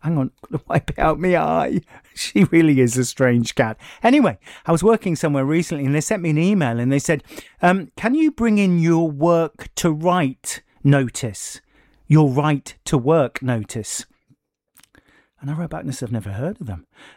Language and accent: English; United Kingdom; born there; I'm British, even though I was born here and I've got a national insurance number.